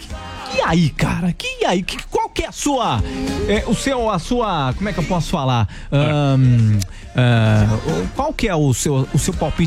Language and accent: Portuguese; Sorocaba, São Paulo, Brazil; Eu também sou de Sorocaba.